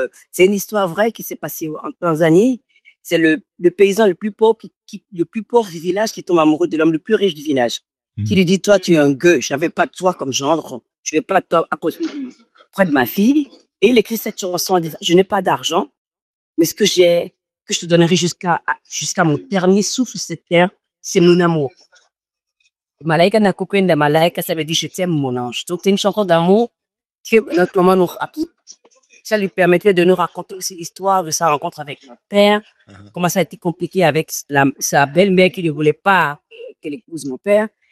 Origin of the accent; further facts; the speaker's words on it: Benin; Et que moi, j'ai grandi en Afrique, au Bénin, si quelqu'un m'avait dit que j'aurais une étoile